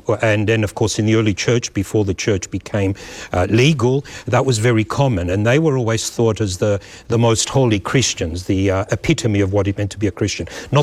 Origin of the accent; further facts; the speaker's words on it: Australia; accent: Australian; also born or lived in Egypt; now in United States; I come from a Greek family that lived in Egypt for several generations. I was born in Egypt, and we went to Australia when I was 6 years old. I grew up in Australia.